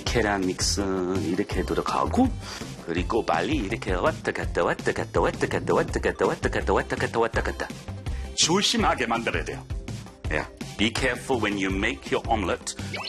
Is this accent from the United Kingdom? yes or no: yes; United Kingdom; Korean is a second language; now in South Korea; 왜냐하면 우리 영국 옥수수 다 초당 옥수수예요.